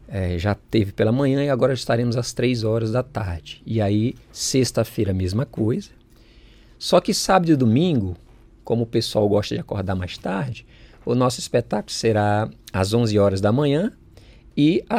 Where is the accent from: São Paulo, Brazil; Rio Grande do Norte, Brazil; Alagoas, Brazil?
Rio Grande do Norte, Brazil; Jardim do Seridó; now in Palmas, Brazil; Eu sou nordestino do Rio Grande do Norte, numa cidadezinha chamada Jardim do Seridó.